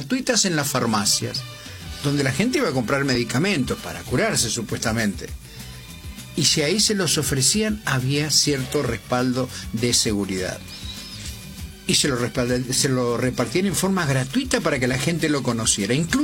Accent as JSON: {"language": "Spanish", "town": "El Volcán", "region": "San Luis", "country": "Argentina", "said": "Somos del Volcán de San Luis, qué linda nuestra provincia de San Luis, qué bonita que es."}